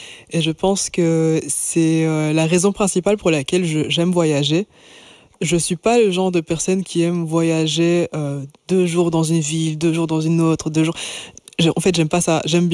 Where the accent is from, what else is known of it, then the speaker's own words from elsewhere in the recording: Liège, Wallonia, Belgium; now in Brussels, Belgium; de base, je suis liégeoise